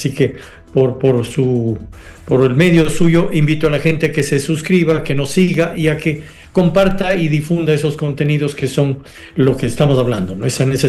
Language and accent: Spanish; Ecuador; En fin, ¿qué esperanza tengo si yo como ecuatoriano?